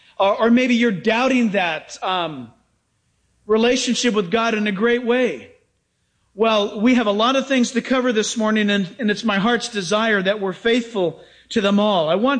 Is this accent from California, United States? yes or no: yes; San Diego, California, United States; also born or lived in Orange County; growing up in San Diego and then in Orange County, I used to get so excited when it was time for my mom to go to the grocery store.